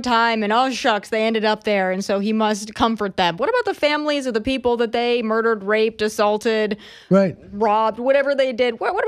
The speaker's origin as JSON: {"language": "English", "region": "South Dakota", "country": "United States", "said": "Well, and I'm from South Dakota"}